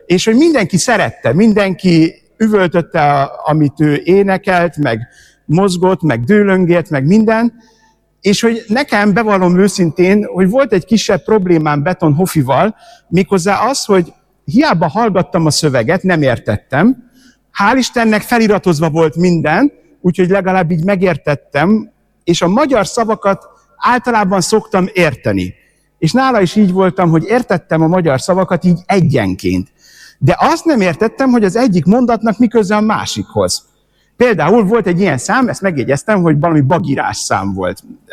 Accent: Debrecen, Hajdú-Bihar, Hungary; moved away as an adult; also born or lived in Rome; now in Debrecen, Hungary; 1993-ban születtem Debrecenben, és ott is nőttem föl. Oda jártam általános és középiskolába

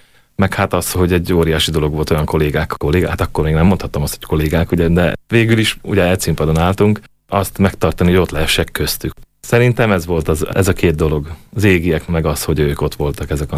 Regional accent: Kolárovo, Nitra Region, Slovakia; Gútán, szülővárosomban

